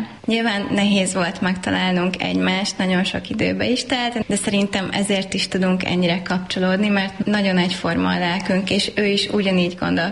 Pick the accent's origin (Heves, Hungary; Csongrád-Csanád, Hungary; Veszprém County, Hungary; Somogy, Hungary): Somogy, Hungary; Balatonlelle; born or raised there; moved away